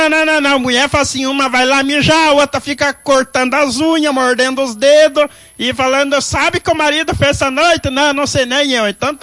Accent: Nova Prata, Rio Grande do Sul, Brazil; Lá no meu Rio Grande do Sul. Então eu vim de lá de Nova Prata. Quem não conhece, pesquisa, é a capital do basalto.

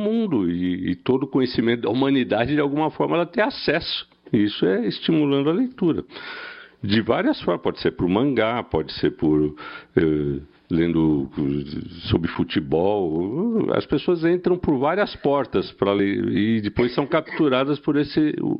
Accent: São Paulo, Brazil; Apesar de ter essa cara de Moema, eu sou do Capão Redondo, do Campo Limpo com Capão Redondo.

